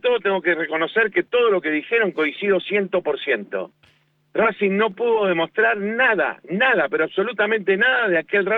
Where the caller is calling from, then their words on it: Mar del Plata, Buenos Aires Province, Argentina; estuve en la filial Mar del Plata, estoy acá en Mar del Plata, volviendo para mi casa